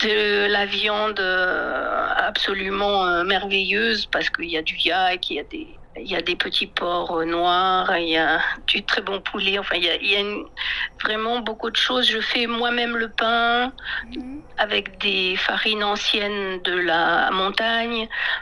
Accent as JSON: {"language": "French", "country": "France", "moved": "yes", "lives_now": "Yunnan, China"}